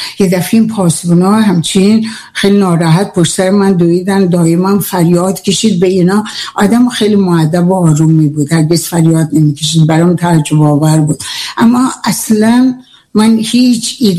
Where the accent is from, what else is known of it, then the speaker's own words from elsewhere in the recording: Lahijan, Gilan, Iran; من تو در سال 1319 در شهر لاهیجان دنیا اومدم.